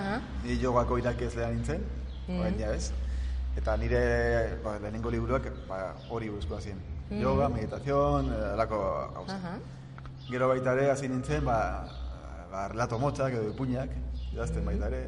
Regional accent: Villabona, Basque Country, Spain; born there; now in Urdiain, Spain; Ni jaio naiz, Bilabonan, eta Urdiain daramat, ba, sei urte ingo ditut.

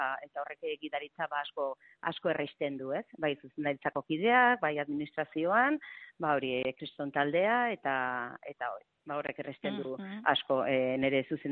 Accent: Bergara, Basque Country, Spain; born there; now in Lakuntza, Spain; Ni berez jaiotzez bergara naiz, baina Malixarrengokoa, eta, bueno, pues, denbora asko eta asko pasadugu sakanan, eta hori, orain lakuntzan

